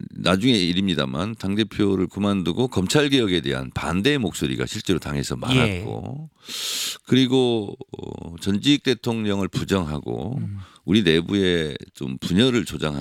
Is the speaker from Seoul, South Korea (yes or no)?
no; Daejeon, South Korea; moved away; also born or lived in Chungcheong; 충청이 낳고 대전이 기르고 처갓집은 전남 강진이고 지역구는 서울이고